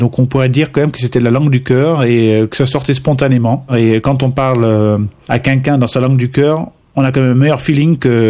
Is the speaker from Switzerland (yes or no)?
no; Netherlands; first language Dutch; French is a second language; now in Savoie, France; J'ai grandi aux Pays-Bas, étant donné que je suis né d'une mère savoyarde et un père hollandais. Bon, ça fait que j'ai grandi entre deux cultures.